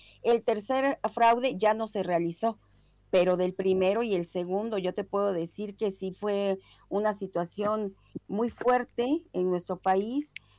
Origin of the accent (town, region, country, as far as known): Mexico; born or raised there